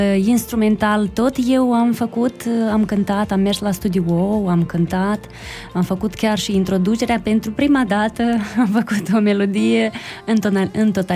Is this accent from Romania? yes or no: no; Gotești, Cantemir District, Moldova; Vin din satul Gotești